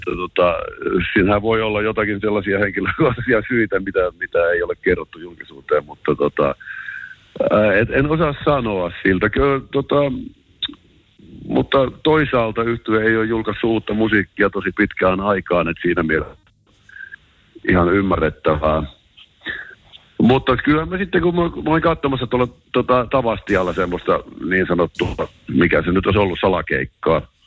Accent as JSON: {"language": "Finnish", "town": "Joensuu", "region": "North Karelia", "country": "Finland", "said": "Niin kun me tultiin Joensuusta"}